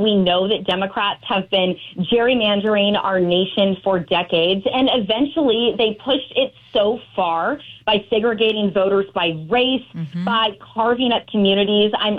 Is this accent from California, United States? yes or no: yes; Hollister, California, United States; So for me, I'm born and raised in Hollister, California. That's mm-hmm. up north. It's near the Bay Area, but extremely rural.